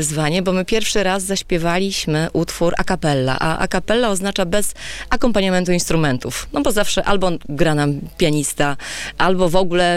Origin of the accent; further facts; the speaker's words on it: Połczyno, Pomeranian Voivodeship, Poland; Ja z Połczyna